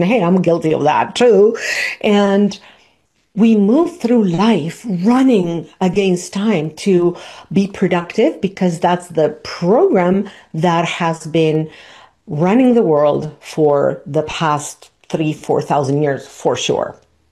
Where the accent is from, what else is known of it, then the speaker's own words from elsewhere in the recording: Argentina; moved away as an adult; I was born and raised in Argentina and I lived in the southern hemisphere until I was nearly 30 years old. So for me, it's very, I still have friends and family. My mom is there.